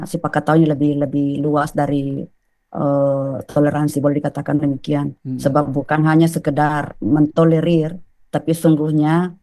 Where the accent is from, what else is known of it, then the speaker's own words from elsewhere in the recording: South Sulawesi, Indonesia; accent: Bugis; saya maaf pakai logat Bugis ya